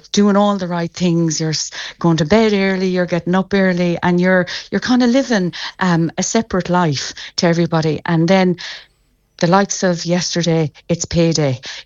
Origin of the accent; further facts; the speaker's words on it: Claremorris, Connacht, Ireland; I grew up on Command Road